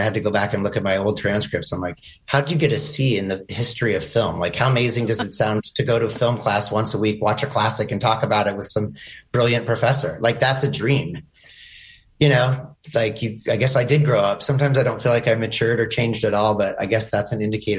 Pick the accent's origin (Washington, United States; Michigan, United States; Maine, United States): Washington, United States; Seattle; growing up in Seattle in the 90s